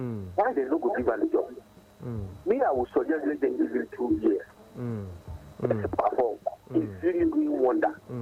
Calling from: Sagamu, Ogun, Nigeria; I'm from Shagamu.

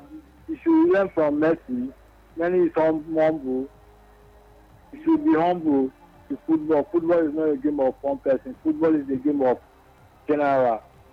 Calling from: Asaba, Delta, Nigeria; I'm calling from Asaba.

